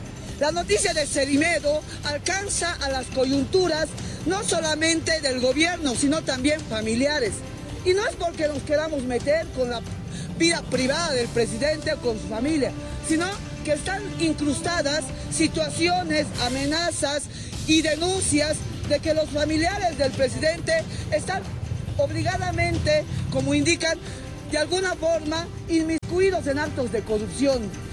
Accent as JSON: {"language": "Spanish", "country": "Bolivia", "said": "nosotros como bolivianos"}